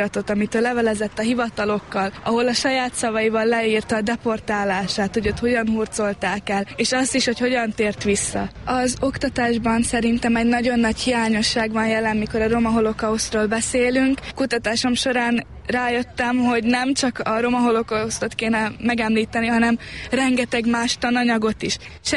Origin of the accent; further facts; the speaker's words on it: Felvidék, Slovakia; főleg felvidéki magyarként minden papír szlovákul volt